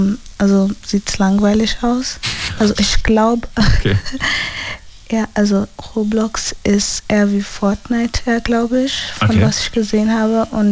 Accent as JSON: {"language": "German", "town": "Landau", "country": "Germany"}